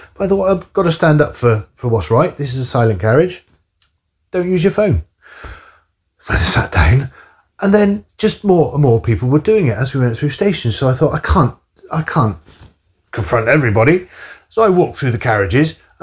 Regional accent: Bristol, South West England, United Kingdom; But growing up in Bristol, we didn't have a metro or an underground. And the two major train stations in Bristol just, to me, have always seemed like somewhere where business people go to London and come back late on the evening.

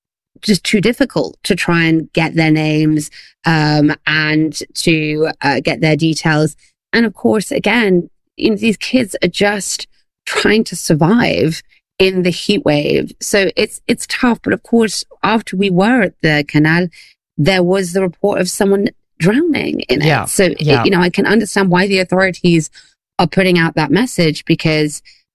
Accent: France; also born or lived in United States / England; So I was born in the US, but I grew up in France and in England. My father's French, my mother's English, and I've kind of spent most of my life in between those three countries.

